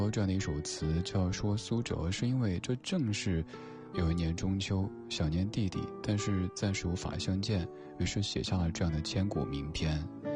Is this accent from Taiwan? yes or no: no; China